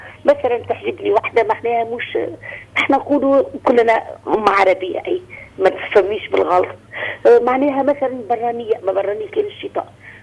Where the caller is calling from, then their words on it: Sfax, Sfax Governorate, Tunisia; انا من صفاقس